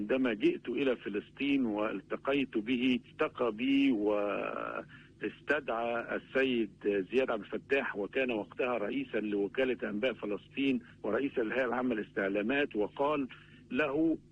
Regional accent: Egypt; also born or lived in Gaza; أنا يعني كمصري في فلسطين الهوى وعشت وابني الأول ولد في غزة

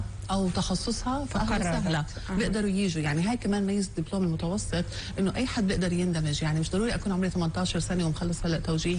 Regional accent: Palestine; بالسياق الفلسطيني وبالتحديات اللي بنعيشها هون بالبلد

